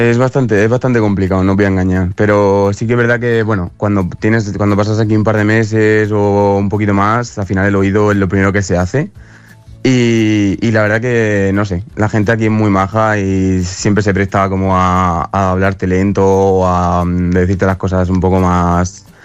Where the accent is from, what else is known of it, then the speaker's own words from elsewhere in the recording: Bigastro, Valencian Community, Spain; Sí, yo soy de Bigastro, no sé si lo conoceréis, es un pueblecito